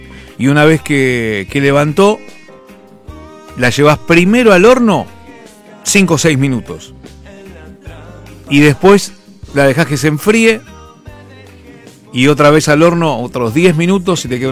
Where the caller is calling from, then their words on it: San Fernando, Buenos Aires Province, Argentina; de San Fernando.